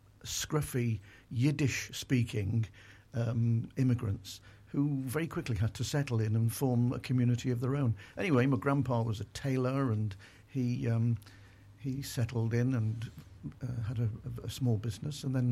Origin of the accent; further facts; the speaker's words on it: Liverpool, North West England, United Kingdom; Well, one of my strong memories was on a Saturday afternoon, we would go to the News Theatre in Clayton Square.